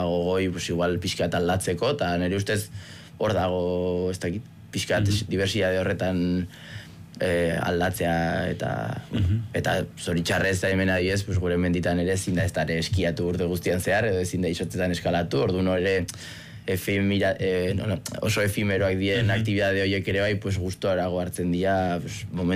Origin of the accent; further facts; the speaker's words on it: Vitoria-Gasteiz, Basque Country, Spain; Gazteiztarra naiz